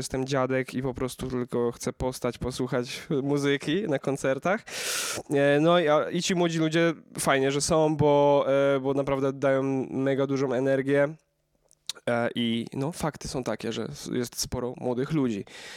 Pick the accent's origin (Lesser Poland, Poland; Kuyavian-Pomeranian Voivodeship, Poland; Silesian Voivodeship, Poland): Silesian Voivodeship, Poland; Katowice; jesteśmy z Katowic